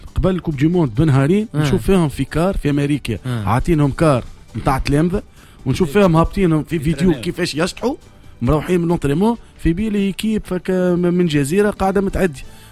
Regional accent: Tunisia; also born or lived in Morocco; نحن كتوانسه يمسنا في كرامتنا،

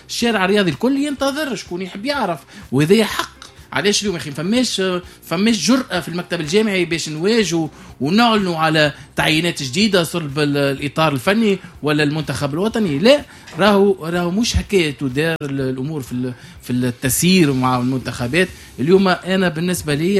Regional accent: Tunisia; احنا كجماهير تونسية

